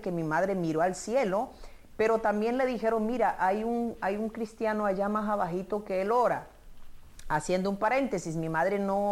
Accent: Colombia; Soy de origen de Colombia, común y corriente

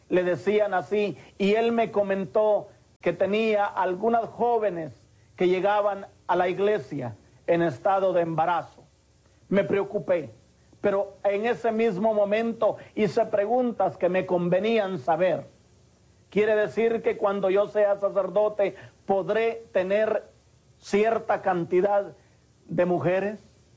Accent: Guatemala; moved away; Yo pregunté que siendo guatemalteco, ¿por qué me tendría que ir al exilio? Y me dijeron, porque usted habló con su padre y sabe lo que pueda pasar si se queda en Guatemala.

